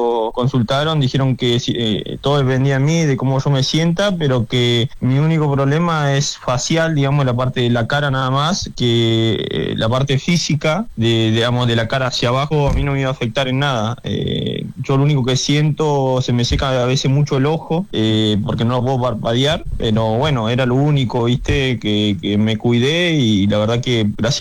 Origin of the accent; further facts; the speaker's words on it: Neuquén, Argentina; yo de verdad que soy de Neuquén, pero se me ha pegado un poquito la tonada. Es difícil todo el día escuchando a los cordobeses que no se te pegue un poco.